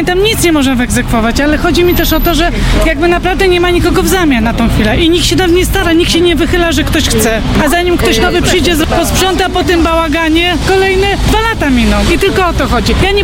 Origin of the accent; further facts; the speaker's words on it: Bydgoszcz, Kuyavian-Pomeranian Voivodeship, Poland; My jesteśmy z Błesza na przykład, więc w ogóle się nie pokazują do nas, a my jesteśmy na peryferiach, bo jesteśmy ulicą Żyzną i zapomnieli o nas.